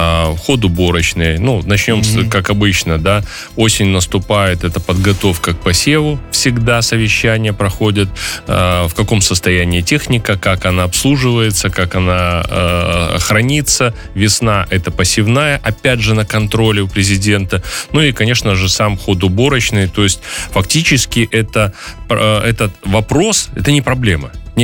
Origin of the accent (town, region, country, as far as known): Belarus